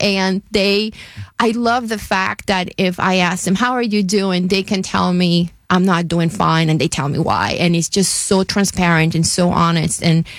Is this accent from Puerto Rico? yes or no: yes; Carolina, Puerto Rico; moved away as an adult; now in Pittsburgh, United States; I actually grew up in the same town where Roberto Clemente family is from.